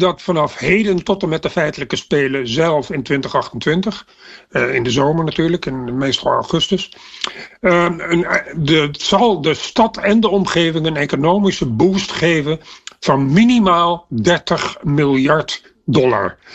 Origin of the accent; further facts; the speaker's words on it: Netherlands; Nou, daar moeten we natuurlijk heel erg blij mee zijn als Nederlanders.